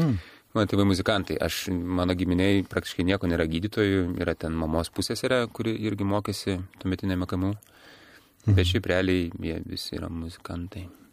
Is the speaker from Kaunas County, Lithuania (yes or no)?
no; Agluonėnai, Klaipėda County, Lithuania; ir aš augau Aglonėnuose. Aglonėnai, Klaipėdos rajonas, dabar priklauso ir tada priklausė Mažosios Lietuvos regionui ir mokiausi, aš pradžioj pradinį mokyklą į pačios Aglonėnuose, o paskui mokiausi Klaipėdai.